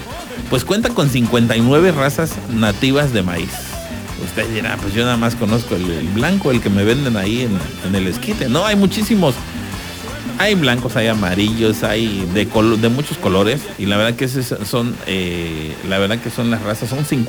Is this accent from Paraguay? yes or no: no; Mexico; esto es realmente algo que tiene que ver con parte de la cultura y de nuestra creencia como mexicanos.